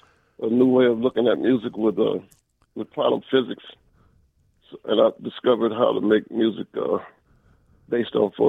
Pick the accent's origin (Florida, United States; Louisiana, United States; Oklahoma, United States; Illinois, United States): Louisiana, United States; New Orleans; because I come from New Orleans and we dance to jazz